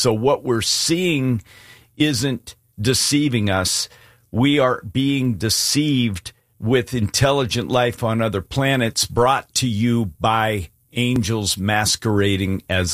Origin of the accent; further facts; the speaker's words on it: Alaska, United States; Being born and raised in Alaska and having covered the state by dog team for thousands of miles, you would have thought I'd have seen one